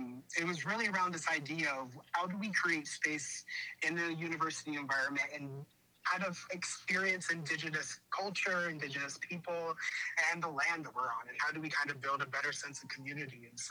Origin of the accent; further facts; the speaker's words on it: Syracuse, New York, United States; No, I am from Syracuse right now. I live in Syracuse, and I'm usually in upstate New York.